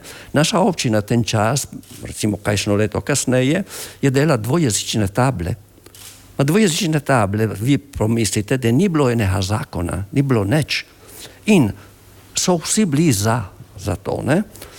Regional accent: Friuli-Venezia Giulia, Italy; smo Slovenci

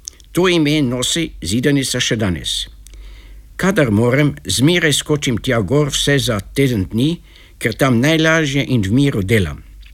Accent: Maribor, Drava, Slovenia; born there; also born or lived in Prlekija / Gornja Radgona / Videm ob Ščavnici / Biserjane; Rojen sem bil v Mariboru, kjer je bil oče poštni uradnik. V Mariboru sem tudi končal klasično gimnazijo. Potem je razumljivo, da nisem na Maribor nič manj vezan kakor na Slovenske Gorice oziroma na Prlekijo.

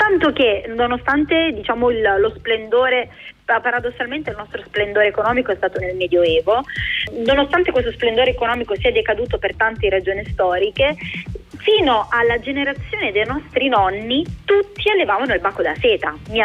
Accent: Lombardy, Italy; moved away as an adult; also born or lived in Berlin; now in Calabria, Italy; Io sono figlia di migrati, perché sono nata in Calabria ma sono cresciuta nella provincia di Varese.

